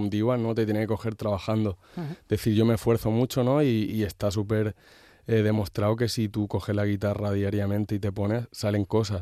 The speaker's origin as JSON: {"language": "Catalan", "region": "Catalonia", "country": "Spain", "lives_now": "Mallorca, Spain", "said": "Ja a Barcelona sempre sortir a la muntanya quasi diàriament, perquè el meu poble connecta amb la muntanya."}